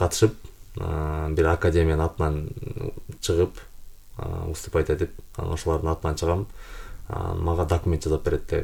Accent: Budenny, Talas Region, Kyrgyzstan; Мен өзү Талас облусунун Кара Бура районуна караштуу, чоң Кара Бура районунан Буденый деген айылда төрөлгөм. Ата энем, апам ушул эле школдо мектепте мугалим болуп иштеп келген.

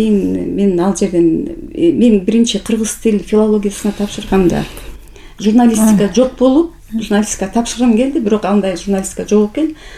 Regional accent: Kyzyl-Askar, Bishkek, Kyrgyzstan; also born or lived in Sokuluk; Мен мектепте окуй элек болчумун. Ошол учурда көчүп келдик да. Кызыл аскерде чоң энемде келдим.

